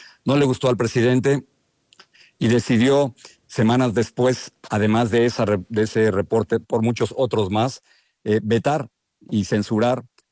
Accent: Mexico; moved away as an adult; now in United States; yo que me fui de México cuando no había democracia y decía que había censura, ahora estoy en el 2026 hablando de censura aquí en los Estados Unidos.

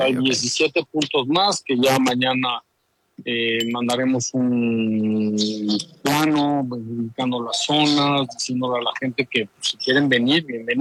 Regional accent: Mexico; nosotros como mexicanos

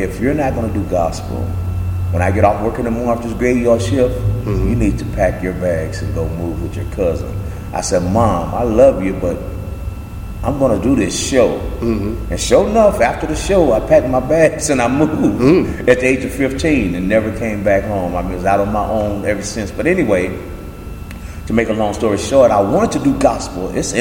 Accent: East St. Louis, Illinois, United States; born and raised in East St. Louis, Illinois.

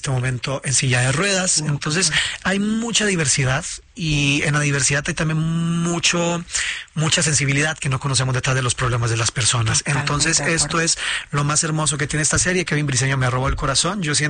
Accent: Costa Rica; moved away as an adult; now in Mexico; Tengo ya casi 5 años en México. Ya soy mexicano.

